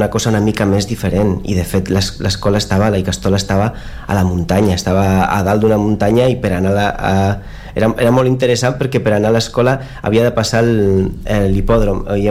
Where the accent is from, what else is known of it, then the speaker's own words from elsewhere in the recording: Lasarte, Basque Country, Spain; Jo sóc d'un poble, de fet, sóc d'un poble que es diu La Sarte, però ningú el coneix, i llavors dic que sóc de Sant Sebastià, que és una mica més fàcil de conèixer